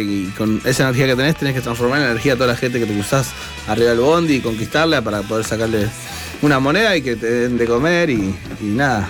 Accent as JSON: {"language": "Spanish", "town": "Marcos Paz", "region": "Buenos Aires Province", "country": "Argentina", "tie": "born or raised there", "moved": "as an adult", "lives_now": "La Plata, Argentina", "said": "Hasta que me instalo en la ciudad de La Plata, ¿no? Yo soy Marcos Paz, nativo de Marcos Paz, originario."}